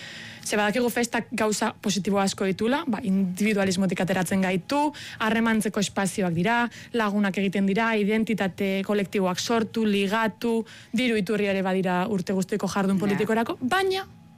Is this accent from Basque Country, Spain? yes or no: yes; Basque Country, Spain; baina Gipuzkoarra naiz, eta inguruko festetara joan naiz